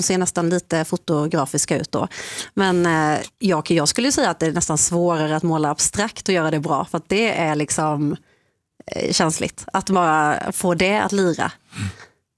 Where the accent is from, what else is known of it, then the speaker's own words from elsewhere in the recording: Småland, Sweden; Jag kommer ju från Småland, i, liksom, uppvuxen i en familj som hållit på mycket så med metallindustri